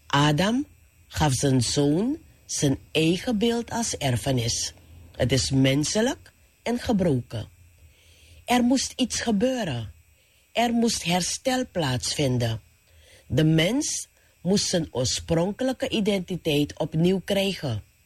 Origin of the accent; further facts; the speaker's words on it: Suriname; Ik werd geboren als Nederlander, omdat ik toen burger was van het Koninkrijk der Nederlanden. Maar na de onafhankelijkheid werd ik Surinamer. Ik ben nu een burger van de Republiek Suriname.